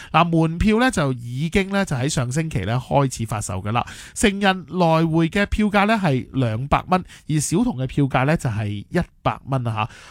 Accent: Hong Kong

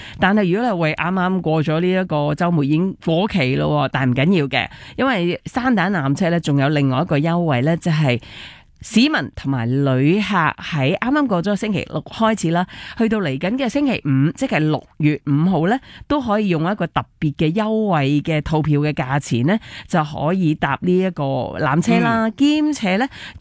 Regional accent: Hong Kong

